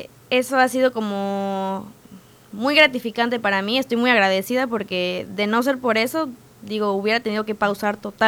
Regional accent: Mexico

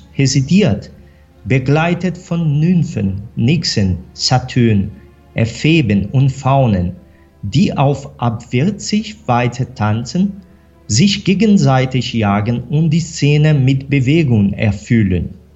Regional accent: Brazil; ich bin Brasilianer.

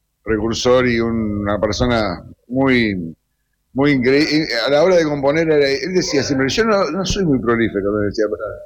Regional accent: San Nicolás de los Arroyos, Buenos Aires Province, Argentina; Yo soy de San Nicolás. Así que viajo cerca de seguido acá a Rosario

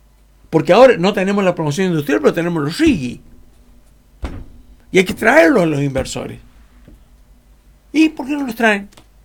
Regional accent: San Luis, Argentina; Y yo amo a mi patria, a la Argentina. Y amo a mi patria chica, que es San Luis.

